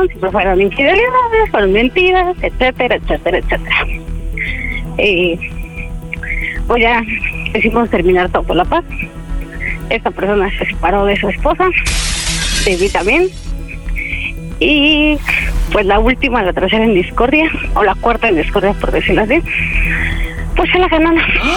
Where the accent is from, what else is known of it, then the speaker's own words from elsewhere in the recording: Ecatepec, State of Mexico, Mexico; Tengo 31 años y de Ecatepec